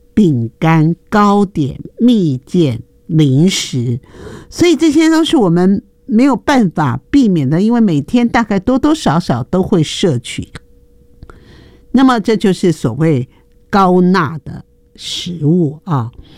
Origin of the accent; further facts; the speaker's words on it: Taiwan; 的确，我们台湾人爱吃泡面已经是世界闻名啊